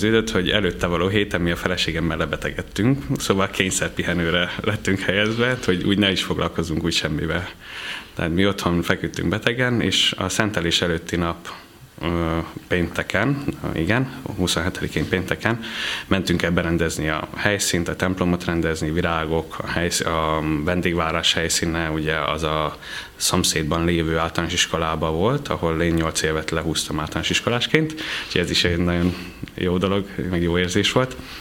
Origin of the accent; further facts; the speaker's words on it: Nyíregyháza, Szabolcs-Szatmár-Bereg, Hungary; ott születtem, tehát Nyíregyháza Borbányán volt a diakónus szentelés